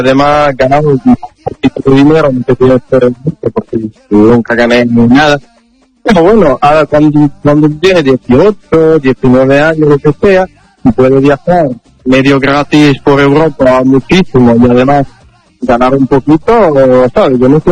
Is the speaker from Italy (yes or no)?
yes; Italy; Spanish is a second language; moved away as an adult; now in Ceuta, Spain; como soy italiano, el idioma se parece bastante, pero me mudé que hablaba muy poco, mi vocabulario era muy limitado